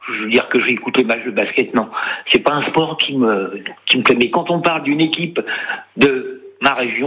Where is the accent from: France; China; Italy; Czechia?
France; Saint-Denis, Île-de-France; born there; now in Chantérac, France; je suis né en Ile-de-France et dans le village où j'habite, à Chanterac, quand on commence à m'appeler le parisien, alors là, je n'aime pas ça parce que le parisien est arrogant. Moi, je suis dionysien